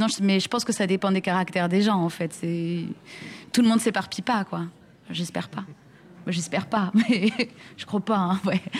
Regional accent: Morocco; moved away; je viens du Maroc

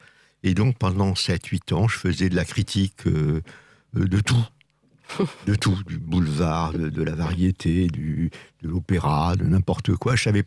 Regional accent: Lille, Hauts-de-France, France; also born or lived in Gers; Je suis né dans le Gers, là-bas. Mes parents étaient réfugiés pendant la guerre. Et donc, mais très vite, on est arrivé à Lille, j'ai vécu au bord du quartier Saint-Sauveur, pour ceux qui connaissent.

